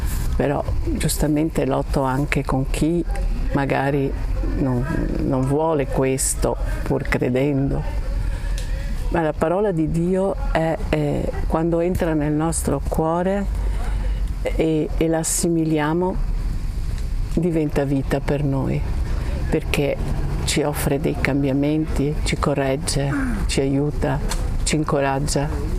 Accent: Padua, Veneto, Italy; Vengo da Padova.

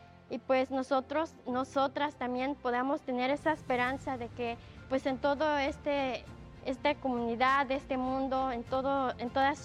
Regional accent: Quetzaltenango, Guatemala; moved away; Yo soy originaria de Quetzaltenango, de Guatemala.

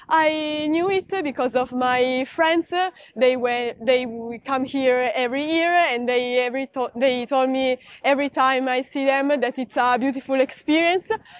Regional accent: Italy; I'm from Italy and I'm 19 years old.

